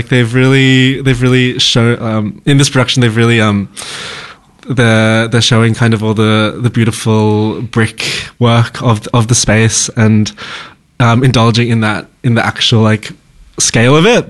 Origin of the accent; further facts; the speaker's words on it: Australia; I'm Chinese Australian.